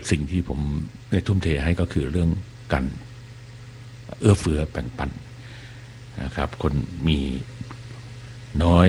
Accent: Bangkok, Thailand; ซึ่งเราก็เป็นเด็กกรุงเทพนะฮะที่มีไฟฟ้าแล้วแล้วก็มีโทรทัศน์ดู

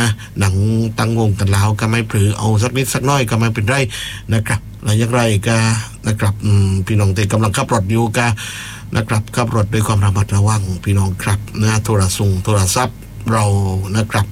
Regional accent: Phuket, Thailand

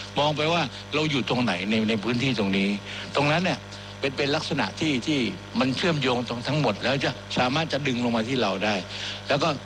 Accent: Southern Thailand, Thailand; ผมเป็นคนภาคใต้

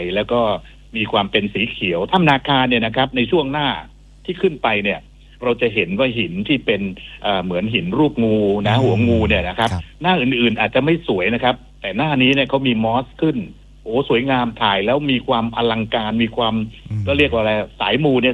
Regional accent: Chanthaburi, Thailand; ผมมาจากจันทบุรีนะครับชื่อเสียงของจันทบุรีเนี่ยผมเป็นคนเมืองจัน

